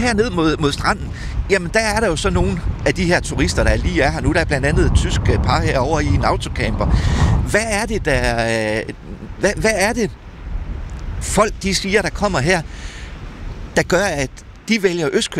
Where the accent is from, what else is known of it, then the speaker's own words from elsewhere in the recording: North Denmark Region, Denmark; Nu er jeg jo fra Soltam, og jeg er jo fra vestkysten